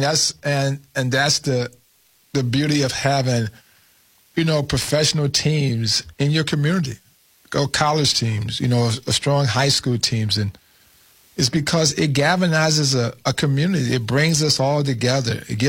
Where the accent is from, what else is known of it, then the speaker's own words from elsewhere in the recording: Flint, Michigan, United States; as a kid growing up in Flint, Michigan, you know, you grew up in a neighborhood which is predominantly black.